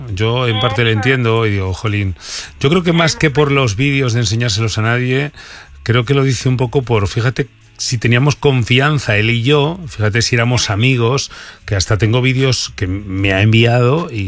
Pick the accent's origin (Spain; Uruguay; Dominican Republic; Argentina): Spain; este fin de semana voy a ir a ver a mis padres al pueblo y mi pueblo está muy cerquita de Cantabria, muy cerca del Escudo.